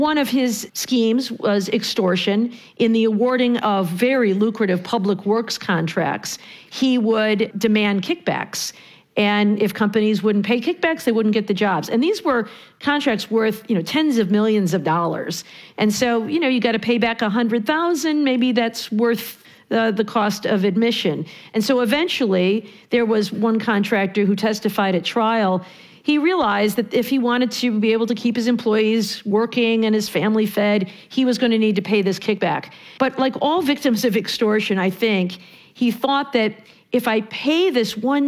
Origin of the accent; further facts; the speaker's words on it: Michigan, United States; You know, I come from Michigan, where we revere our only ever president of the United States, Gerald Ford.